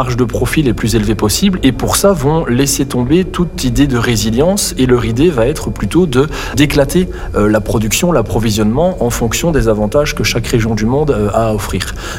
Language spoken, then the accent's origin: French; Belgium; moi je suis belge